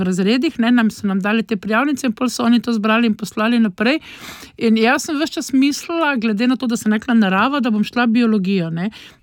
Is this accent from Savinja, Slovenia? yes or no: no; Ptuj, Drava, Slovenia; accent: Styrian; also born or lived in Koper / Izola; jaz vedno rečem, da sem primorka, ne, čeprav vsakemu pravzaprav vzame sapo, seveda moje narečje je zdaj čisto štajersko. Moja mama pa oče sta se namreč, predvsem zaradi očeta, preselila v Izolo in sva se oba dva z bratom rodila v Kopru